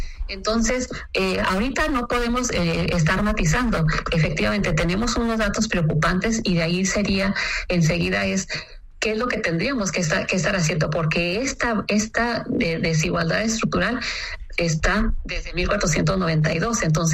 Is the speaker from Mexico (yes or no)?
yes; Mexico; Nosotros hemos tenido la oportunidad como mexicanos